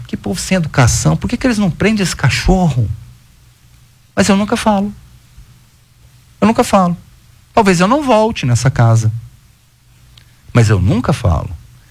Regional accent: Brazil; Eu sou brasileiro.

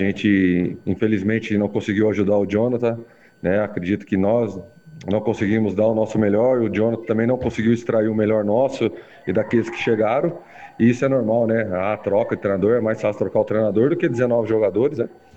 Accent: São Paulo, Brazil; also born or lived in São José; now in Francisco Beltrão, Brazil; nós que somos de São Paulo, as nossas famílias estão indo em peso para São José

